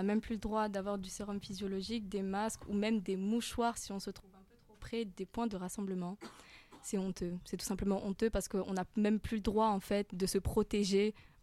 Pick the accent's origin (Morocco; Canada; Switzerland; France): France; Je suis née en France et j'ai toujours vécu en France.